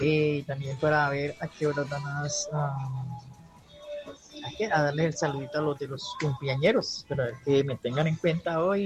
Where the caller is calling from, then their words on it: Pinares de Oriente, Colombia; escuchándolo desde Pinares de Oriente.